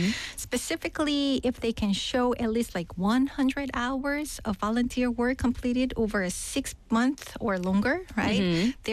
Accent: South Korea; we Koreans

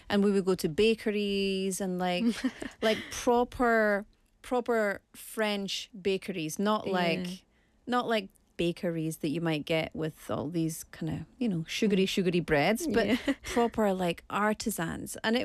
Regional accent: Scotland, United Kingdom; now in Busan, South Korea; I'm from Scotland

